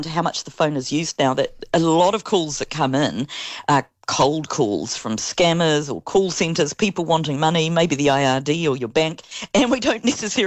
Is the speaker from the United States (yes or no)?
no; England, United Kingdom; now in New Zealand; because I'm white and my origins aren't so easy to define. And I doubt even if I did tell Winston Peters that I'm from England, that he would tell me to head back there. I'm a Kiwi just as much as Lawrence Zunan is.